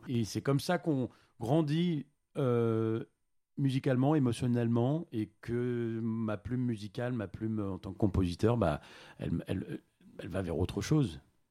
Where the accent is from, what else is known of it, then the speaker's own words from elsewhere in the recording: Chartres, Centre-Val de Loire, France; comme je suis originaire de Chartres